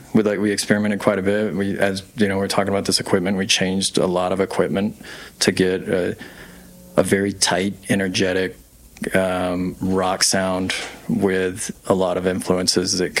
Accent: Texas, United States; I'm from North Texas

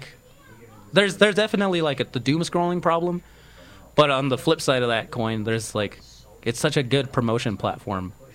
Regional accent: El Paso, Texas, United States; I'm from El Paso. I've been doing music, like live music, since like 2018, since the pre-COVID days over there in El Paso.

